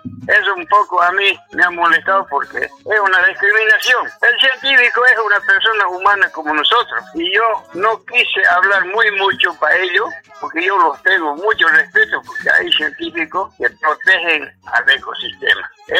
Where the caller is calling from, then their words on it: Villamontes, Tarija, Bolivia; somos ciudad benemérita de Villamonte